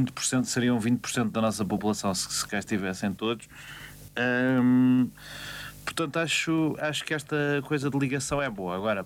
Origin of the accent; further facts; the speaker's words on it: Portugal; Para nós se calhar não pensamos todos os dias, né, que somos portugueses como eles pensam.